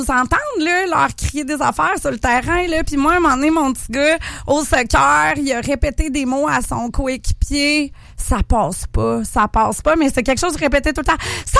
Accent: Sainte-Pétronille, Quebec, Canada; je suis une petite fille de l'île d'Orléans, de Sainte-Pétronée. Donc, j'ai grandi à Lille. Mes parents étaient moniteurs de ski au Mont-Saint-Anne. Donc, moi, j'ai été élevée dans les pentes de ski du Mont-Saint-Anne.

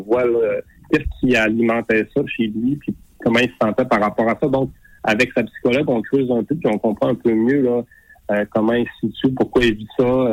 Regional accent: Saguenay, Quebec, Canada; mon premier salon du livre, c'était au Saguenay, là, de ma région natale.

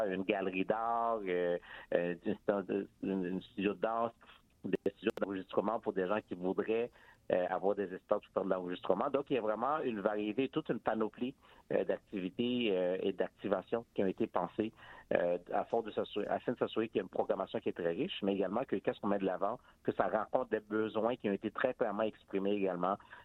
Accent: Montreal, Quebec, Canada; ici, chez nous à Montréal

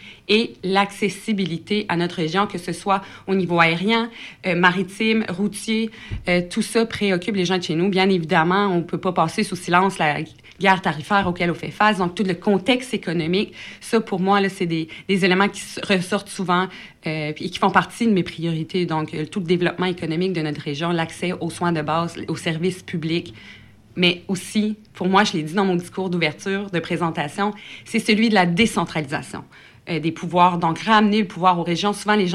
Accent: Havre-Saint-Pierre, Quebec, Canada; je suis de Havre-Saint-Pierre. On le voit avec mon accent

